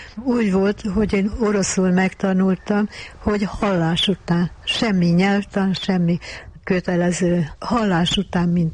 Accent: Veszprém County, Hungary; moved away as an adult; now in Budapest, Hungary; Világéletemben sajátomnak éreztem, és amikor Pestre fölkerültem 46-ban, akkor a Duna illatából is a tapolca jó szagát éreztem. Nem felejtettem el soha szülőföldemet.

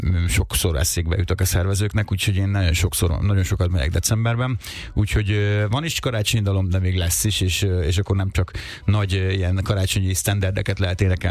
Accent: Lajosmizse, Bács-Kiskun, Hungary; also born or lived in Kecskemét; a szülővárosomban, vagyis abban a városban, ahol felnőttem, Lajosmizsén, mert Kecskeméten születtem, de ugye Lajosmizsén nevelkedtem

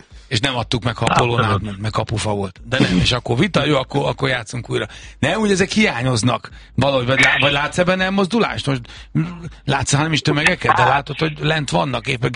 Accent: Budapest, Hungary; Meg hát azért a 11. kerületben én felnőttem, hát ott olyan motor, meg ilyen kis autóverseny, pedálos autókkal mentünk

